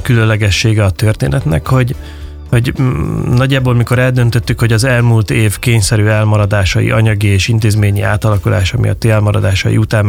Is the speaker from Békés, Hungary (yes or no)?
no; Székesfehérvár, Fejér, Hungary; now in Budapest, Hungary; Én egy székesfehérvári panel lakásban nőttem fel